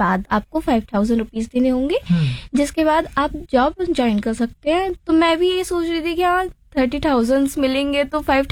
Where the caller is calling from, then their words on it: Moradabad, Uttar Pradesh, India; बोल रही हूँ मुरादाबाद से, मैं काशीराम की रहने वाली हूँ।